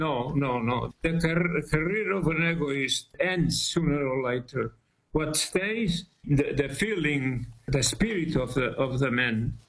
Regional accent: Barcelona, Catalonia, Spain; I remember well we had the Olympics in Barcelona, my hometown, in which I was a musical director.

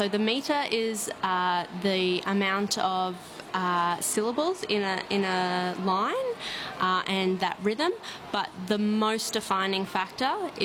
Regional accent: Australia; talking about the heartache of living on the land, but of course bush poetry and just being Australian, the larrikinism.

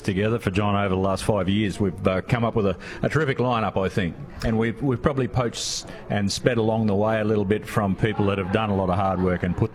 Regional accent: Queensland, Australia; I am a Queenslander.

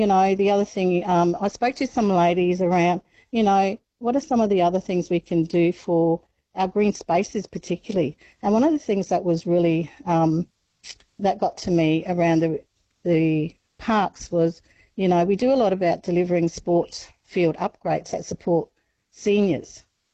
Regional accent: Northern Territory, Australia; decided to run was because I grew up in Rabbit Creek, Jingley.

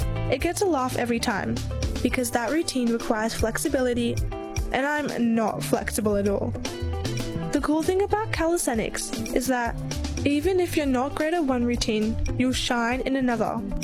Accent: Nigeria; now in Ballarat, Australia; I'm one of the few girls of color doing calisthenics in Ballarat. I'm Nigerian.

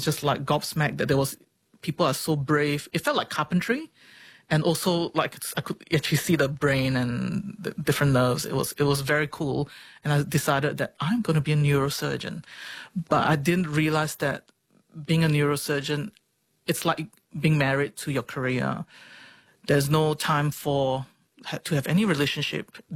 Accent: Singapore; church is something that I grew up in Singapore.

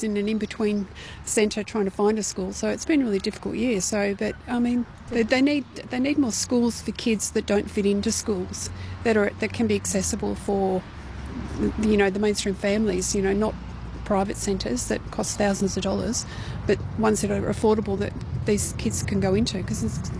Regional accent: Kewdale, Western Australia, Australia; We're from Kewdale.

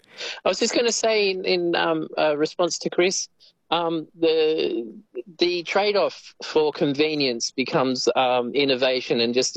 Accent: Penrith, New South Wales, Australia; I grew up out in Penrith during the 80s. It was very much suburbia

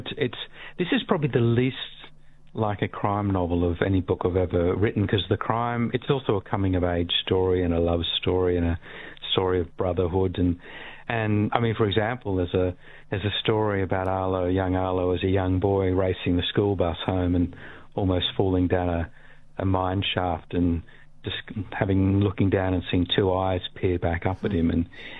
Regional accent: Australia; That's the question I've been most asked over the course of 20 plus years, is why are you, as an Australian writer, have you never set a book in Australia?

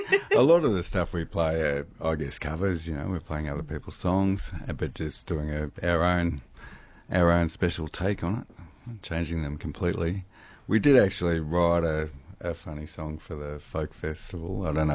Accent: Melbourne, Victoria, Australia; now in Alice Springs, Australia; I'm from Melbourne originally, but I moved to Alice in 92.

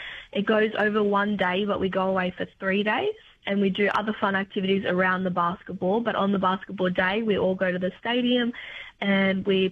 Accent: Taree, New South Wales, Australia; Taree most of my life.

